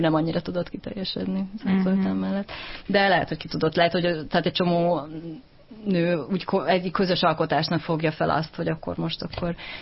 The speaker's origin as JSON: {"language": "Hungarian", "town": "Gödöllő", "region": "Pest", "country": "Hungary", "said": "Gödöllőiként"}